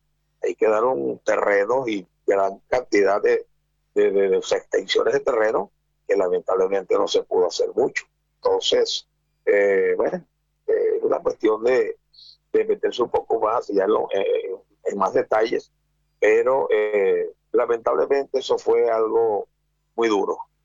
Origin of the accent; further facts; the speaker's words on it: Venezuela; Venezuela es algo, no lo digo como venezolano, no soy nacionalista ni regionalista en el mal sentido